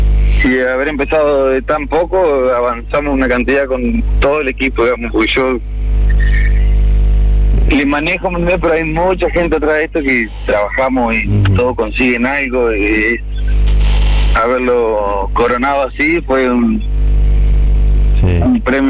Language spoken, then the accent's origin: Spanish; Gualeguay, Entre Ríos, Argentina; now in Timbúes, Argentina; Somos todos de Gualeguay nosotros.